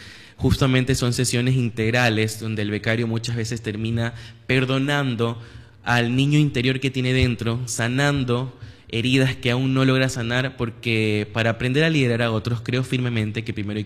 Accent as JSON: {"language": "Spanish", "town": "Rocafuerte", "region": "Manabí", "country": "Ecuador", "said": "Rocafuerte, yo soy de Rocafuerte."}